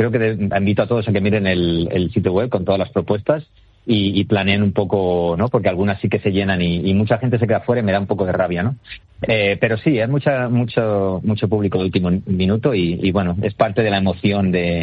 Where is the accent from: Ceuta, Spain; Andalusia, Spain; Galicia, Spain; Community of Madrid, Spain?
Community of Madrid, Spain; Madrid; a mí me hace especial ilusión como madrileño, ¿no? Tener esta ciudad como un poco un lienzo, ¿no? Cuando me empecé a dirigir los veranos me hacía mucha ilusión porque es una ciudad que adoro, me he criado aquí.